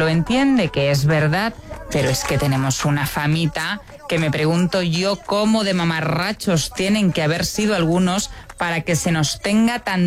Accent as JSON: {"language": "Spanish", "town": "Madrid", "region": "Community of Madrid", "country": "Spain", "said": "Como madrileña me veo con la autoridad moral para afirmar que Madrid es uno de los lugares más hostiles para pasar el verano."}